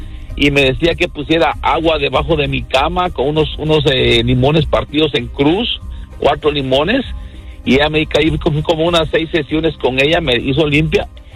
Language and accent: Spanish; Guatemala; yo soy guatemalteco, me quería llevar a México y yo no quise irme para México.